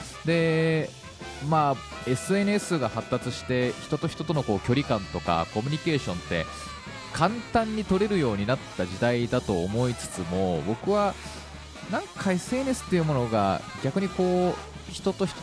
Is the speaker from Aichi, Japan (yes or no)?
yes; Nagoya, Aichi, Japan; 高校大学大学院と、僕の地元の名古屋でずっと過ごしてて